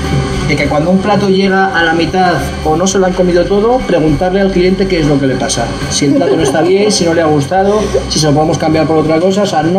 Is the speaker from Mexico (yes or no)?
no; Madrid, Community of Madrid, Spain; la calle Vallehermoso es mi pueblo. Aquí vinieron mis padres a finales de los años 60 y cogieron el traspaso de un bar-restaurante que ya era de asturianos